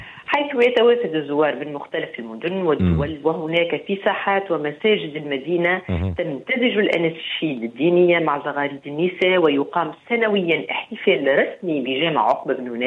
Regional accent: Tunisia; يعني هي مناسبة للختان كما عندنا في تونس.

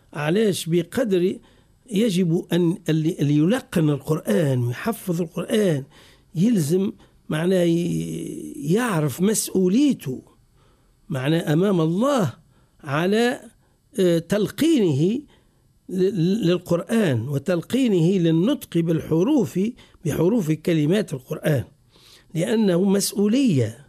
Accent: Tunisia; زاد محلي عندنا في تونس في بعض المناطق

